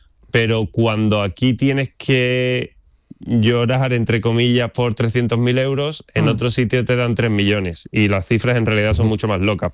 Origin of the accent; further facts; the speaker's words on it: Andalusia, Spain; siendo andaluz